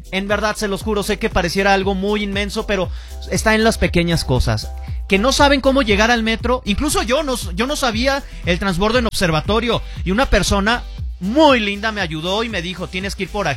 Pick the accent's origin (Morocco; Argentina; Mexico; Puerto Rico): Mexico